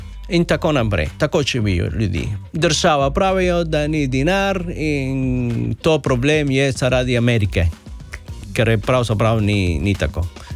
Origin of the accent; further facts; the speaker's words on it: Cuba; Slovenian is a second language; moved away as an adult; now in Slovenia; Prihajam iz Kube.